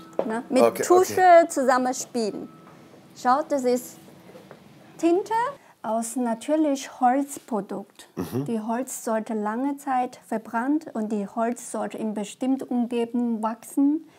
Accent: Yunnan, China; German is a second language; moved away as an adult; now in Germany; Ich bin sozusagen in Teeplantage groß geworden

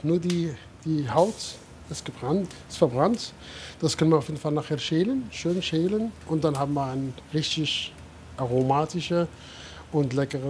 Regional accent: Morocco; now in Fulda, Germany; Ich bin dort geboren, ich bin dort aufgewachsen. Also Marokko ist wirklich sehr, sehr, sehr schön.

